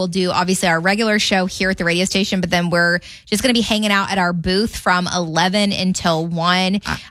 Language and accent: English; Indiana, United States; now in Minnesota, United States; growing up in Indiana